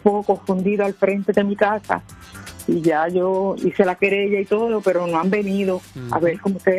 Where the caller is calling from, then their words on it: Aguadilla, Puerto Rico; Soy aquí de Aguadilla.